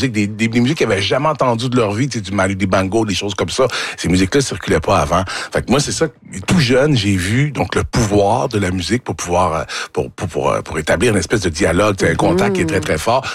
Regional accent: Sainte-Thècle, Quebec, Canada; Tu sais, moi, j'ai grandi en Mauricie, OK?

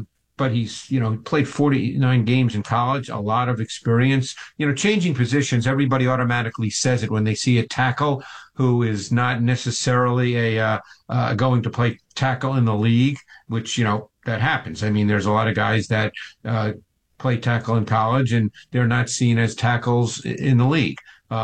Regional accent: Queens, New York, United States; Yeah, well, I grew up in Queens in New York

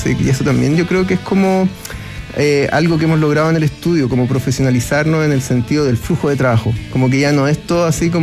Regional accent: Chile; nosotros somos chilenos

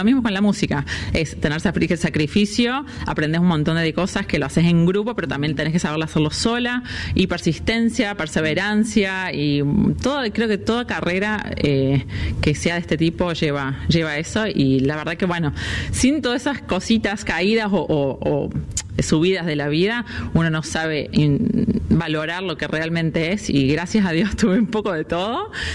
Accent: Córdoba, Argentina; Uf, yo hablo mucho, como verán, así que como cordobesa, creo que si me preguntás, me quedo yo con el micrófono

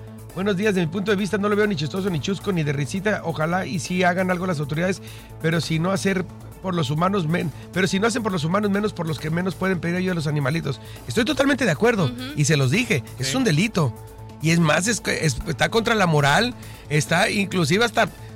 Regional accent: Mexico; now in Tijuana, Mexico; Vamos a hacerlo sentir bien, como mexicanos que somos.

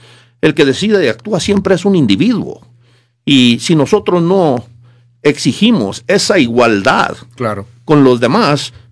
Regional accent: Chihuahua, Mexico; born there

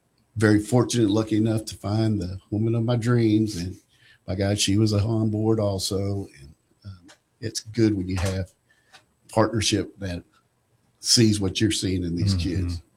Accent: Jacksonville, Arkansas, United States; I grew up in Jacksonville with Arkansas Tech.

